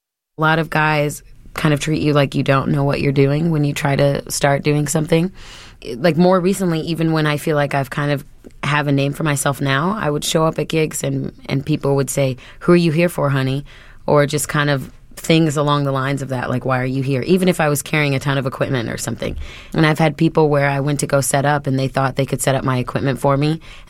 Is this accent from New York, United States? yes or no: no; Peoria, Illinois, United States; now in Chicago, United States; I'm originally from Peoria, or Dunlap. Nobody knows where that is. And what drew me to Chicago was that there was so much diversity here and so much culture.